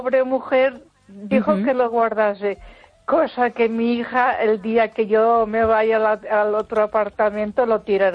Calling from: Ponferrada, Castile and León, Spain; de Ponferrada.

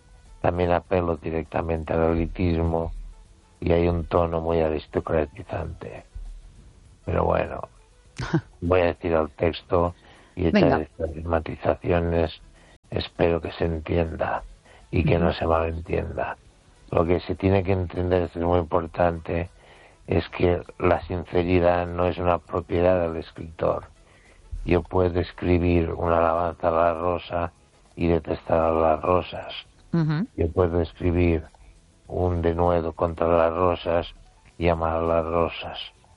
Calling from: Ourense, Galicia, Spain; de Orense.

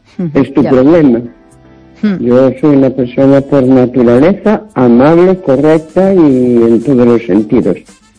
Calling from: Santiago de Compostela, Galicia, Spain; de Santiago.

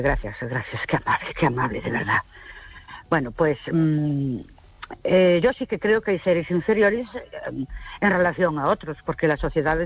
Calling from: Ourense, Galicia, Spain; de Ourense

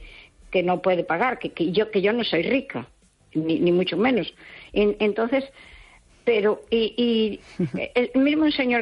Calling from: Spain

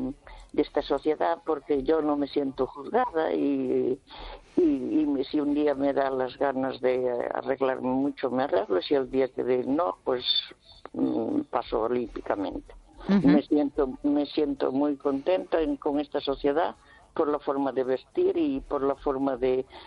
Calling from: Santiago de Compostela, Galicia, Spain; de Santiago.

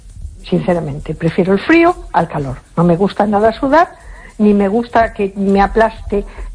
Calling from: A Coruña, Galicia, Spain; de Coruña.

